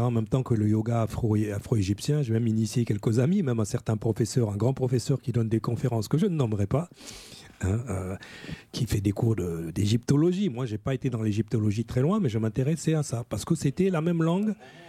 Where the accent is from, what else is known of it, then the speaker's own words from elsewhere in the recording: Paris, Île-de-France, France; born there; mon sang est bassa, ignolé, mebigno, inpoulassi, je suis né à Paris, en France, Mbengue.